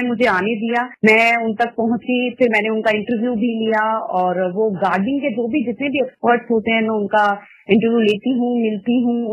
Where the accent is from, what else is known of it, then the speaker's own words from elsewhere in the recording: Delhi, India; नमस्कार सर, मैं दिल्ली शाहदरा से हूँ